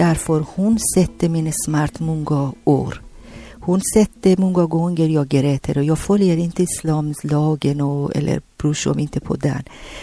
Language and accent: Swedish; Tehran, Tehran Province, Iran; Swedish is a second language; now in Sweden; För mig först och främst när jag kom från Teheran kyrkan direkt jag gick på i Vårgård och Pingstkyrkan.